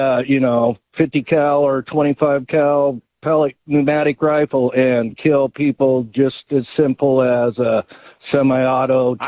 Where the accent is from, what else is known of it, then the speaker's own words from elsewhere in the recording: Oregon, United States; I grew up in Central Oregon, a native of Oregon.